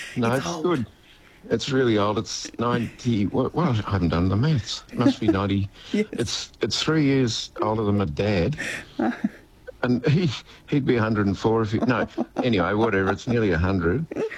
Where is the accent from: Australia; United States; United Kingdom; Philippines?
Australia; Wagga Wagga, New South Wales; I grew up in Wagga.